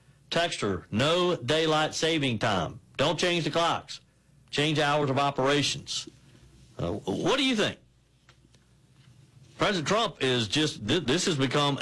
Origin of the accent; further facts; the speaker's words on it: South Carolina, United States; Jeff, let's start with Joan, who's in my home state of South Carolina.